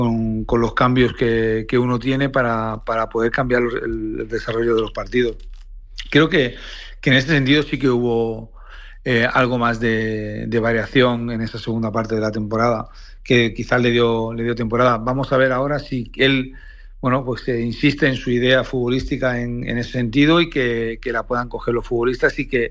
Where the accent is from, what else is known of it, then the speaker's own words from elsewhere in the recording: Valencia, Valencian Community, Spain; los que somos de Valencia, los que sufrimos con él, pues apoyar al equipo